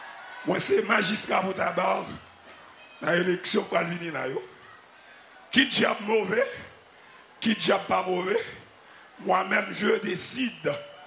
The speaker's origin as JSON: {"language": "French", "country": "Haiti", "said": "Je suis un haïtien à 100%, décidé utile commune, moi"}